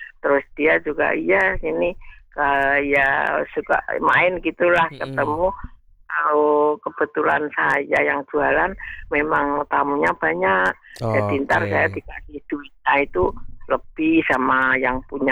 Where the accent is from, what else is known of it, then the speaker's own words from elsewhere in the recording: Makassar, South Sulawesi, Indonesia; Oh, berarti bukan orang Semarang ya? Iya, saya dari Makassar.